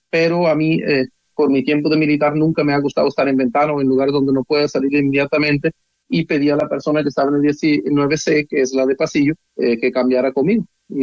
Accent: Germany; Spanish is a second language; moved away as an adult; now in Colombia; yo soy alemán, ya llevo viviendo en el hermoso país de Colombia hace 20 años casi, después que llegué en un intercambio

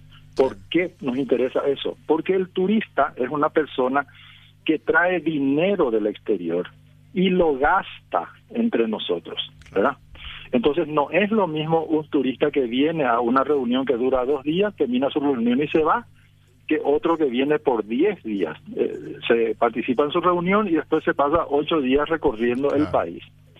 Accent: Paraguay; Porque así somos los paraguayos, Samuel.

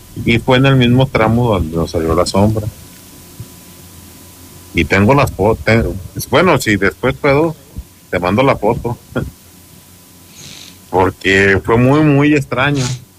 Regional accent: Mexico; yo soy de México. Yo vivo en Michoacán

